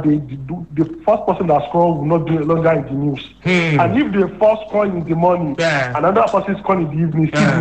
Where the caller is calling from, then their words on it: Ilorin, Kwara, Nigeria; calling from Tanke.